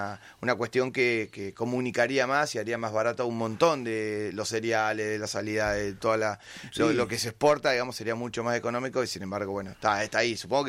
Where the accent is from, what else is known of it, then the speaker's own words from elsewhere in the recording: Argentina; born there; no de Buenos Aires, sino de mi pueblo del interior, de, sí, donde, sí, nací, sí, yo